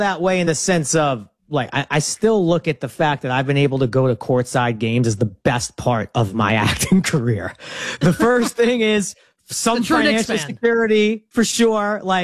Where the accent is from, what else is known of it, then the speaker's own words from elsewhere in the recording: New York City, New York, United States; Diker Park, the park I grew up in Brooklyn